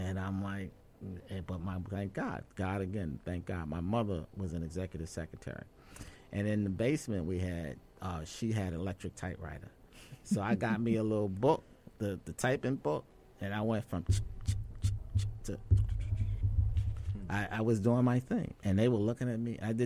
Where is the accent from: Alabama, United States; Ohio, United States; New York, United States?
New York, United States; I was from New York